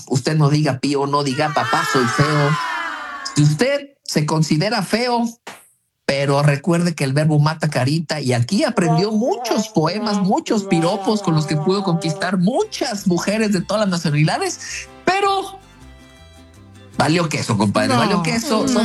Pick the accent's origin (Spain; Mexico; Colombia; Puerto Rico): Mexico; como buenos mexicanos creativos y alcahuetes, dicharacheros que somos